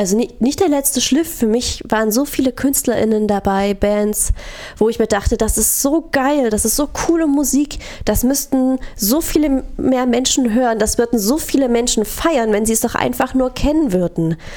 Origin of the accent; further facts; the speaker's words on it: Krimmitschau, Saxony, Germany; Ja, genau. Ich bin aus Krimmitschau hergezogen.